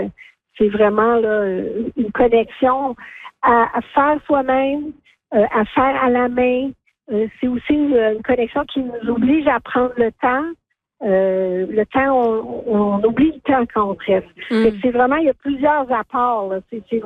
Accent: Quebec, Canada; Faut savoir que moi, je viens des Laurentides, j'habite à Val-David.

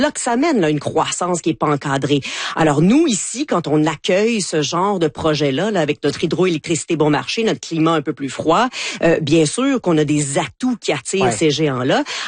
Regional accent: Quebec, Canada; Puis nous, au Québec, imaginez-vous donc que nous n'est pas si opposés que ça, finalement.

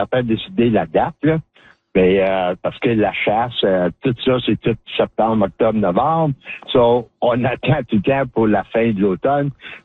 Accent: Ontario, Canada; Mais nous autres, on est local. On vient de la rivière des Français puis du Nipissing. So, c'est les métis originaires de la région ici.

